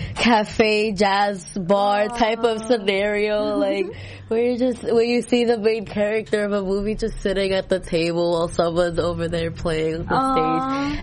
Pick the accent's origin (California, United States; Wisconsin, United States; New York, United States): New York, United States; Growing up in New York